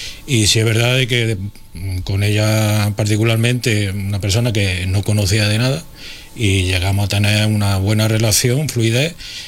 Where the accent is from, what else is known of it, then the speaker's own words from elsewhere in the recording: Úbeda, Andalusia, Spain; Yo tengo el defecto muchísimo y entre ellos que soy muy de Úbeda.